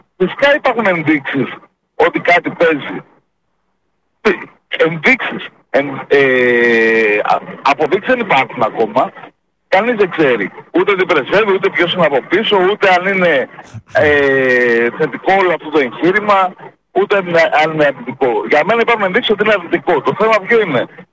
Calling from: Kavala, Eastern Macedonia and Thrace, Greece; από Καβάλα.

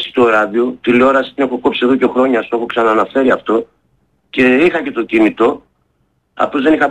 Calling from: Aiginio, Central Macedonia, Greece; Καταγωγή μου από το Αιγίνιο Πιερίας.

